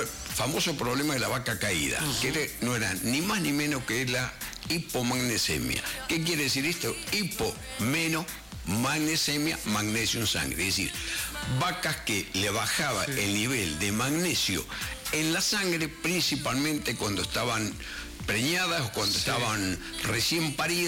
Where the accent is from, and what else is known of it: Ingeniero Luiggi, La Pampa, Argentina; born there